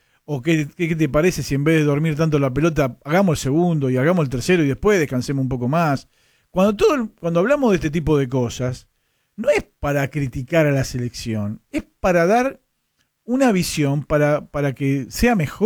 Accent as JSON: {"language": "Spanish", "country": "Argentina", "said": "somos argentinos, somos hinchas de la selección."}